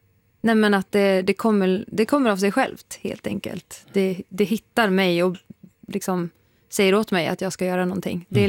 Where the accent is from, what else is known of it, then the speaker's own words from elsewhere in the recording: Dalarna County, Sweden; Det är skönt att vara hemma, hemma i Dalarna.